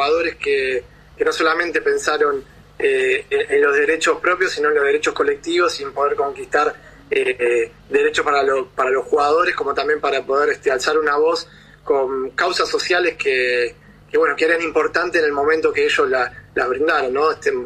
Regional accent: Argentina; A ver, a mí el fútbol es algo como todo argentino, ¿no? Apasionado.

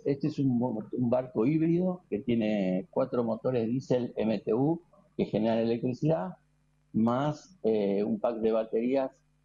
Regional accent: Buenos Aires, Argentina; Yo soy de Buenos Aires, vivo en Buenos Aires, tengo mi familia allá

